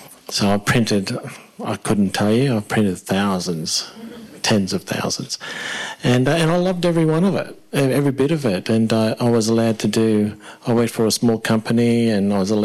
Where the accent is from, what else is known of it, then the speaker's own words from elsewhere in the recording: Queensland, Australia; born there; I am a rainforest bummer. So I was born in North Queensland. I think of myself as a rainforest person.